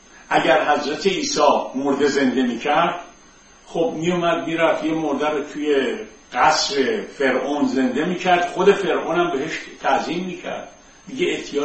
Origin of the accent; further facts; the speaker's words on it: Tehran, Tehran Province, Iran; توی یکی از پایین ترین محله های تهران به وجود اومدم، تو خاک خل بزرگ شدم.